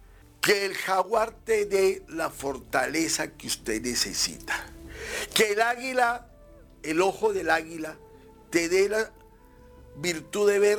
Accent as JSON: {"language": "Spanish", "town": "Catemaco", "region": "Veracruz", "country": "Mexico", "said": "Yo quiero recordarles que yo vengo de Catemaco, Veracruz, la isla de los monos. Allá me enseñaron desde muy temprana edad a conocer el misterio, el poder y el conocimiento de la Pachamama"}